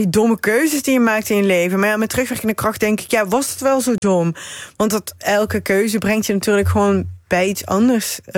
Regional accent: Limburg, Netherlands; Ik kwam uit Limburg. Ik kwam uit een katholieke meisjesschool met uniform als in de stad.

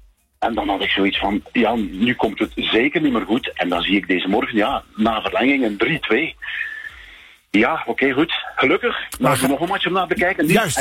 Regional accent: Belgium; Ja, ik ben blij en tevreden als Belg natuurlijk

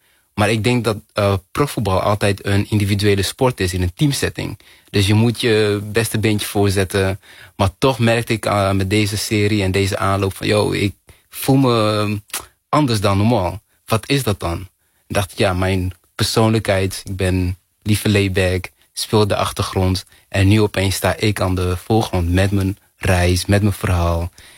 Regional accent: Netherlands; born there; also born or lived in Rwanda / Congo; Tussen Rwanda, Congo en andere landen op het continent Afrika. Tot ik op een gegeven moment als 7,5-jarig jongetje hier in Nederland kwam.

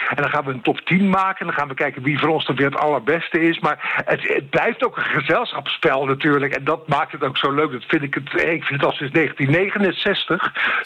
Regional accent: Netherlands; En wie nou mocht hopen dat ik als Nederlander of dat iemand uit Ierland of iemand uit Spanje positief of negatief wordt bejegend

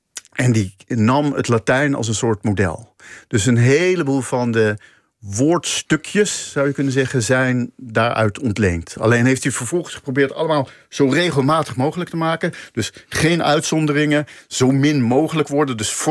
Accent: Netherlands; als wij met een Amerikaan spreken, spreek je toch altijd als een Nederlander met een Amerikaan.

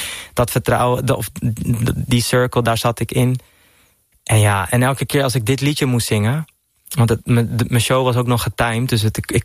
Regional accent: Netherlands; also born or lived in Dominican Republic

